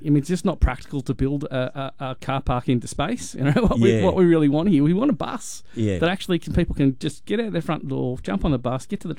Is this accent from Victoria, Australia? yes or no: no; Canberra, Australian Capital Territory, Australia; moved away; I grew up in Canberra, spent a number of years in Canberra